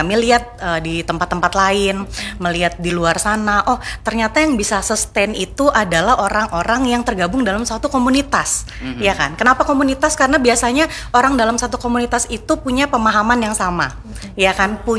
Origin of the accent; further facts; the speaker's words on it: South Kalimantan, Indonesia; kita orang Banua